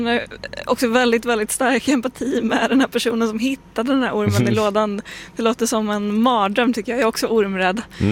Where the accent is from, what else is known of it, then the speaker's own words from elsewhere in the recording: Falköping, Västra Götaland County, Sweden; Men jag är ju västgöte från Falköping.